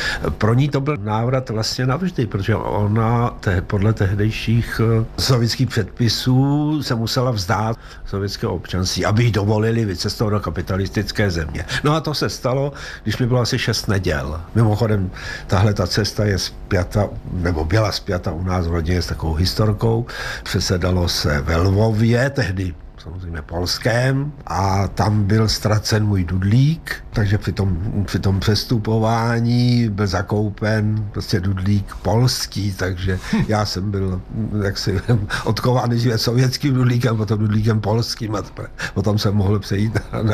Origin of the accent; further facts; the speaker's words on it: Ukraine; ne, já jsem z Ukrajiny, tam bolševici nebyli, já jsem se za to styděl, no.